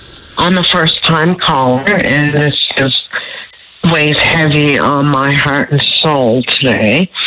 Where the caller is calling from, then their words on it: Newfoundland and Labrador, Canada; my fellow Newfoundland and Labrador people